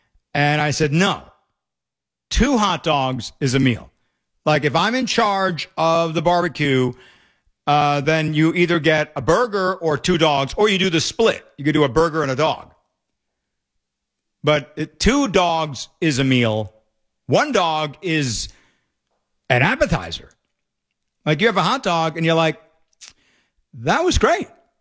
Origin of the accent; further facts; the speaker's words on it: New England, United States; now in San Diego, United States; I grew up in New England as well